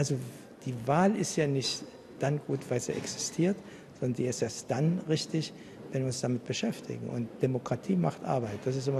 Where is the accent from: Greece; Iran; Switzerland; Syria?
Iran; now in Germany; Ich komme aus Iran. bin hier groß geworden und ich weiß, was passiert.